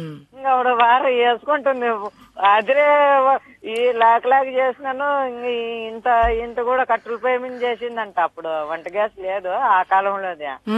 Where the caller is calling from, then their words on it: Anantapur district, Andhra Pradesh, India; అనంతపురంలో పాంప్లెట్లు పంచే విల్లోని మేడం. మాది సత్తస్థలము కమ్మూరు గ్రామం కుడేరు మండలం అనంతపురం జిల్లా మేడం.